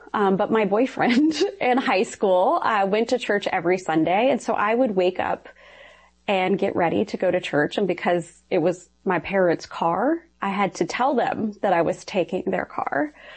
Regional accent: Ohio, United States; So I grew up in a very rural part of Ohio.

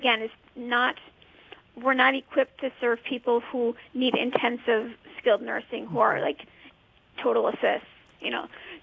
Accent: Minnesota, United States; now in North Dakota, United States; I'm from Minnesota

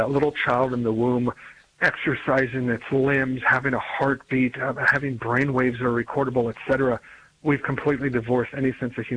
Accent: Virginia, United States; and in my home state of Virginia, we see this coming November

